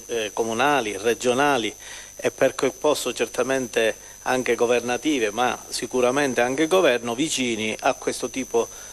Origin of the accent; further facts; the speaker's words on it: Sicily, Italy; mi sono posto da siciliano, da palermitano acquisito